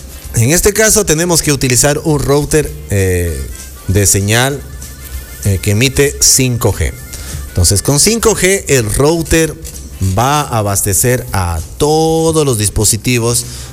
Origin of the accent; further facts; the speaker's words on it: Ecuador; Pero como nosotros somos bien ecuatorianos